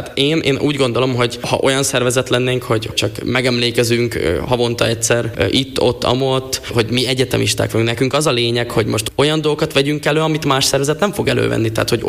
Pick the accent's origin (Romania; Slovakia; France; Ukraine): Slovakia; Felvidék; Az elmúlt 5-10 év rendkívül politikailag fűtött volt, főleg magyarként, felvidéki magyarként